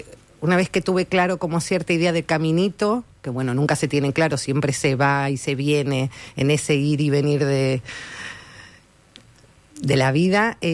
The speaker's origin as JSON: {"language": "Spanish", "country": "Argentina", "tie": "born or raised there", "said": "Yo nací en Argentina y en una casa muy abierta, bastante comunitaria, con personas que iban y venían."}